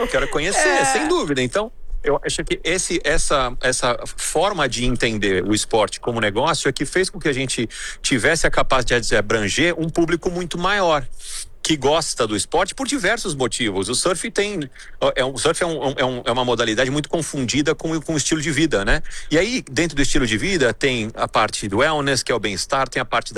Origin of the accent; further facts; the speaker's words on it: Brazil; A gente, como brasileiro, acompanha várias histórias